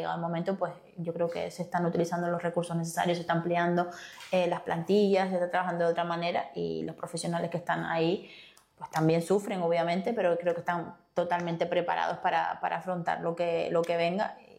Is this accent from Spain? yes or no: yes; Fuerteventura, Canary Islands, Spain; Y que igual nosotros como majoreros tendremos que mirar